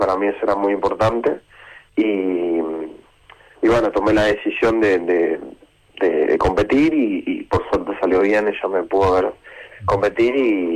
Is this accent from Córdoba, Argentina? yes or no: no; Vicente López, Buenos Aires Province, Argentina; born or raised there; also born or lived in Posadas, Misiones